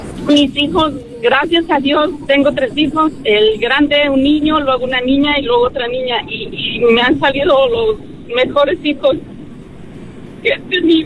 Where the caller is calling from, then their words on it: Azusa, California, United States; Yo vivo en la ciudad de Azusa, pero yo trabajo en Whittier